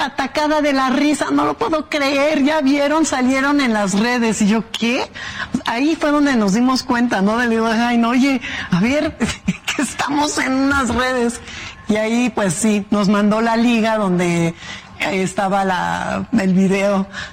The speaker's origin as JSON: {"language": "Spanish", "country": "Mexico", "tie": "born or raised there", "said": "Sí, somos ¿no? mexicanos 100%."}